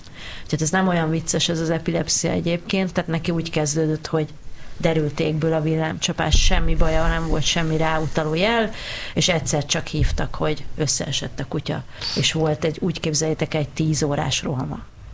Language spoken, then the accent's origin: Hungarian; Jászfényszaru, Pest, Hungary; also born or lived in Budapest; de egyébként Budapesten születtem, a 2. kerületben, vagy bocsánat, a 12. kerületben, és akkor anyukám még kitalálták, hogy ők majd gazdálkodnak jászfényszarú